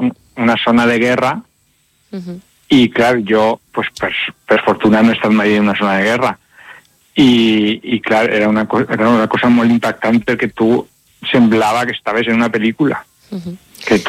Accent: Valencian Community, Spain; moved away as an adult; also born or lived in Madrid; com a valencià, i que jo vaig estudiar a Madrid i vaig tenir una carrera a Madrid i me'n vaig tornar

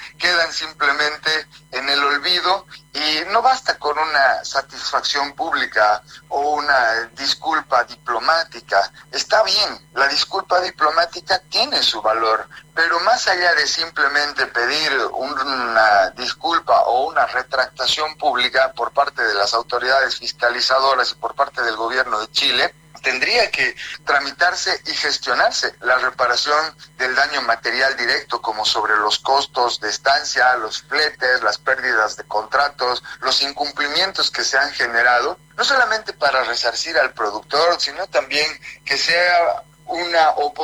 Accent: Bolivia; a los bolivianos y a los colombianos nos tratan con un especial sigilo

